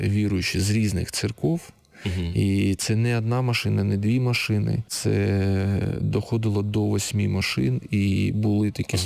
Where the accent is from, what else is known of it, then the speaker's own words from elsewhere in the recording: Berdiansk, Zaporizhzhia Oblast, Ukraine; ми з Бердянська, ми вже як місяць в окупації.